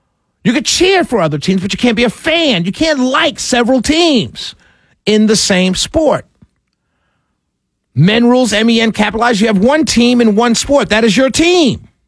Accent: New York City, New York, United States; But I'm from New York City. So my city is now in the NBA championship.

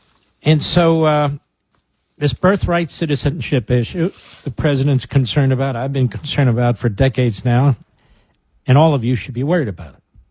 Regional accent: Pennsylvania, United States; I remember when I was growing up in Pennsylvania

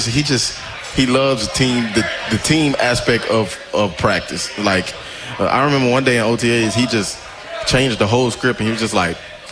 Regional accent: Louisiana, United States; I'm from Louisiana.

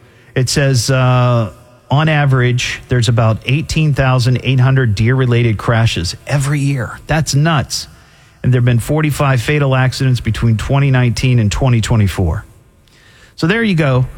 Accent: Beavercreek, Ohio, United States; I appreciate that. That's my hometown.

